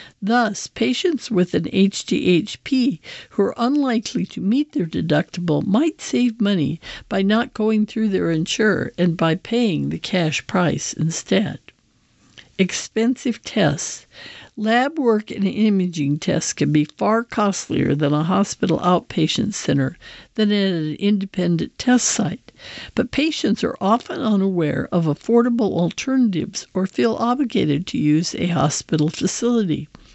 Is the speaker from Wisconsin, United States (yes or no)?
no; Louisiana, United States; I'm from Louisiana. I love cooking better than I do playing the guitar.